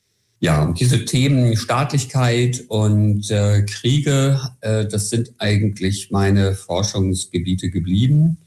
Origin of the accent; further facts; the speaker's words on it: Northwest Germany, Germany; now in Bremen, Germany; ich komme hier aus der Region Nordwestdeutschland, habe in Hamburg studiert, Politikwissenschaft, Afrikanistik und Philosophie. Und bin nach dem Studium für eine Weile nach Bordeaux gegangen, um Französisch